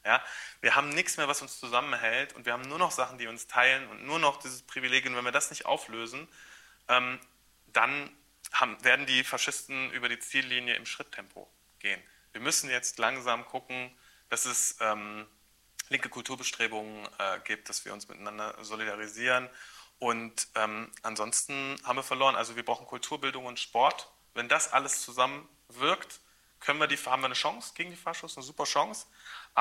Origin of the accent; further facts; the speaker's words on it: Saxony-Anhalt, Germany; Aber ich komme aus Sachsen-Anhalt, ist jetzt ganz frisch gerade, es ist sehr viel los bei meiner Familie